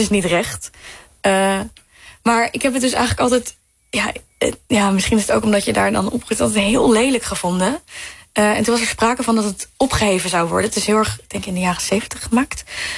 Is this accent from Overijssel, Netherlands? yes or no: no; Arnhem, Gelderland, Netherlands; Ik kom zelf uit Arnhem, dus het is een beeld uit mijn jeugd.